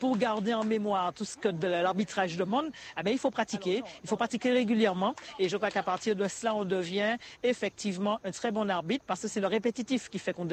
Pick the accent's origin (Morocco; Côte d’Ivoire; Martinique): Martinique; Balata; Je suis né ici à Balata, j'ai grandi ici, j'étais à l'école ici.